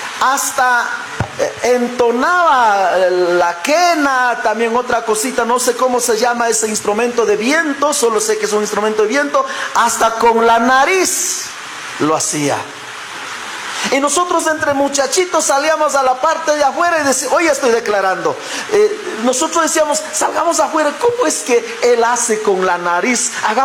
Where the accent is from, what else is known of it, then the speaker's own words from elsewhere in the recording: Chimborazo, Ecuador; Es de mi tierra, de mi comunidad, de Cacha.